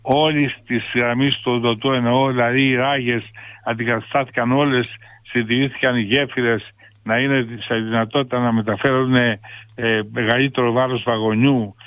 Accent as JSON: {"language": "Greek", "town": "Kalavryta", "region": "Western Greece", "country": "Greece", "tie": "born or raised there", "said": "και το οποίο χρησιμοποιήσαμε για πολλά χρόνια και εμείς εδώ που μεγαλώσαμε στα Καλάβρητα, σαν συγκοινωνιακό μέσο. Δεν είχαμε δρόμο."}